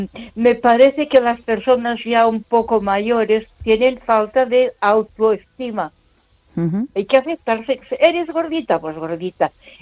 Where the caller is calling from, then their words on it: Ponferrada, Castile and León, Spain; de Ponferrada.